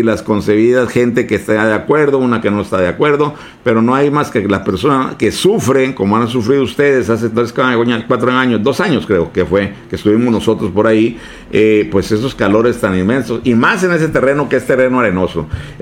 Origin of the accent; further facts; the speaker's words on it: Baja California, Mexico; somos gente del Valle.